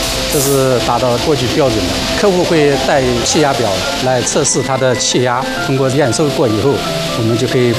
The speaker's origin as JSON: {"language": "Chinese", "region": "Anhui", "country": "China", "moved": "yes", "lives_now": "Yiwu, China", "said": "我是安徽人，定居在义乌"}